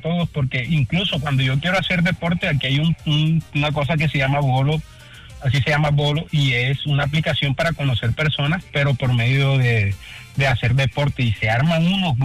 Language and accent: Spanish; Barranquilla, Atlántico, Colombia; Es como una vez allá en cuando estaba en Barranquilla, yo soy de Barranquilla